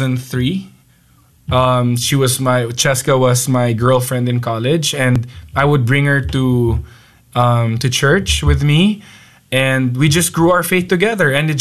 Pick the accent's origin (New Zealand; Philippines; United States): Philippines; Baguio, Cordillera Administrative Region; moved away as an adult; now in Manila, Philippines; I was born and raised in Baguio City.